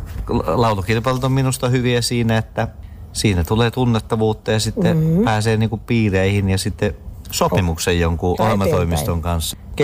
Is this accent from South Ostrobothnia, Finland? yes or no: yes; Kauhajoki, South Ostrobothnia, Finland; now in Laihia, Finland; Kauhajoen, mistä olen kotoisin.